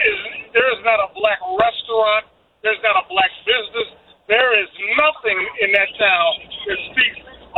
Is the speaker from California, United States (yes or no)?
no; Elgin, Illinois, United States; now in St. Louis, United States; I was born and raised in Elgin. It was a diverse town.